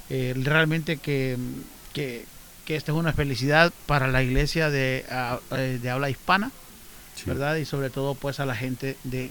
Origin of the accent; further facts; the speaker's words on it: Jesús de Otoro, Intibucá, Honduras; Allá por mi tierra